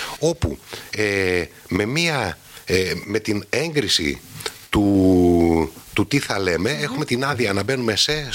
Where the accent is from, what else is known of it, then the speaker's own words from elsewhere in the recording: Kavala, Eastern Macedonia and Thrace, Greece; εγώ που είμαι από την Καβάλα